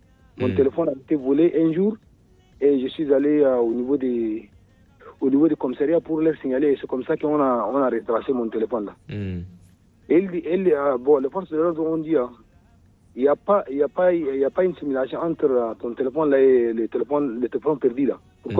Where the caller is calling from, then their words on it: N'Djamena, Chad; Je vous appelle de N'Djamena.